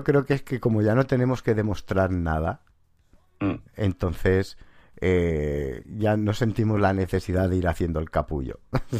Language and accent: Spanish; Valencian Community, Spain; now in Almansa, Spain; yo es que no soy ni de aquí, yo soy valenciano, pero vivo aquí en Almansa.